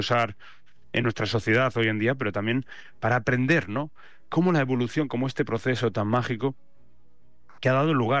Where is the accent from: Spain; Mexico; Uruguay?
Spain; yo creo que todos como españoles, yo creo que, y como habitantes del mundo